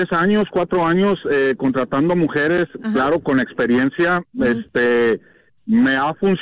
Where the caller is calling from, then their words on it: Mexico; yo soy mexicano, pero los latinos tenemos esa mala costumbre de llegar, como decimos los mexicanos, crudos el lunes